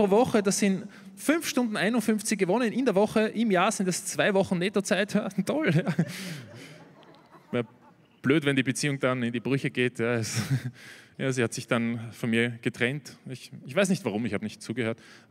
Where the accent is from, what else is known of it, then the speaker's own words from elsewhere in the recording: Austria; Also ich komme aus Österreich